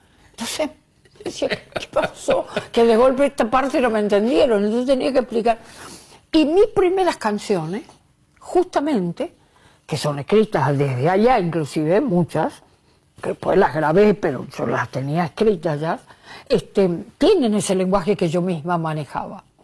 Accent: Corrientes, Argentina; born there; moved away; no vivo en Corrientes hace mucho

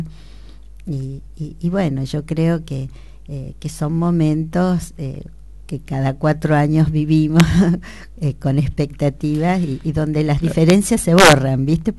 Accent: Argentina; somos todos argentinas

